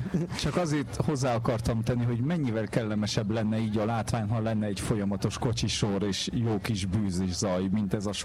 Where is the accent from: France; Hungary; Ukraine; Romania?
France; Én francia vagyok.